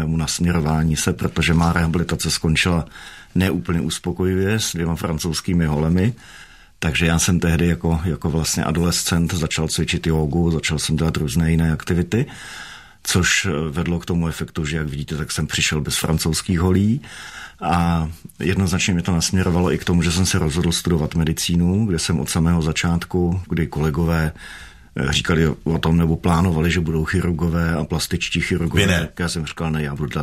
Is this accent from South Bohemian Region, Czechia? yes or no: yes; Tábor, South Bohemian Region, Czechia; Narodil jsem se v Jihočeském Táboře, v krásném tom městě historickém